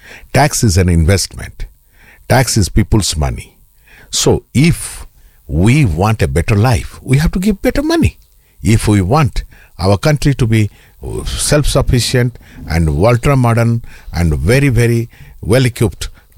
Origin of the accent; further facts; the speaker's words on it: Kenya; born there; also born or lived in India; The mother who brought me, gave me birth is India, yes. But the mother who brought me up is Kenya.